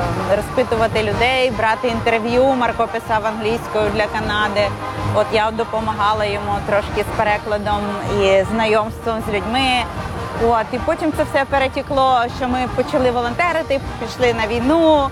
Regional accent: Kyiv, Ukraine; moved away as an adult; now in Canada; а я, киянка, якраз тоді співала на сцені революційній.

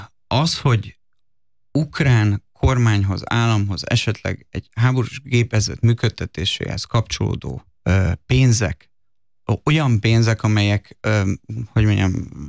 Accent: Hungary; mert magyarok vagyunk

